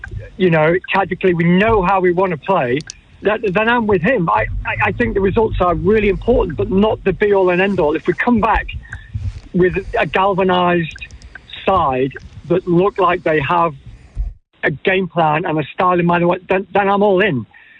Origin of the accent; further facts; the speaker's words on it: Scotland, United Kingdom; It's not my nature to completely agree with people all the time either. Mm. I'm Scottish.